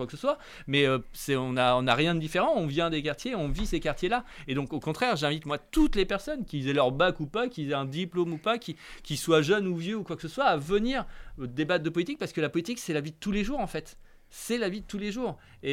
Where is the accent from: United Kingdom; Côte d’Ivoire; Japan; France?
France; Rouen, Normandy; moi, je suis né à la Grand Mare, enfin au Châtelet même, et je suis venu à la Grand Mare après.